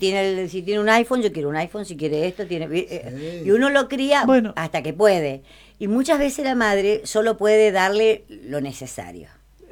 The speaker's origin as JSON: {"language": "Spanish", "town": "Juan Llerena", "region": "San Luis", "country": "Argentina", "tie": "born or raised there", "said": "yo me crié en Juan Llerena."}